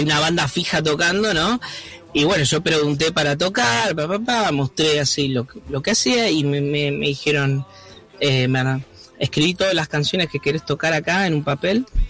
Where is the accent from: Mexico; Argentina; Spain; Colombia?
Argentina; se emocionan saber que su profesor es como es de la misma familia, vamos a decir, que Messi, porque somos todos de Argentina.